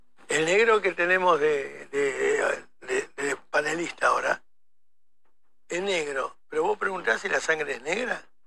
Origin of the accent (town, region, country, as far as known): Argentina